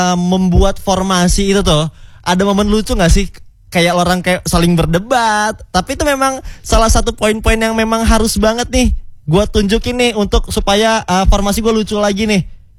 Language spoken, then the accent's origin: Indonesian; Lampung, Indonesia; Lu Sunda, gue Lampung.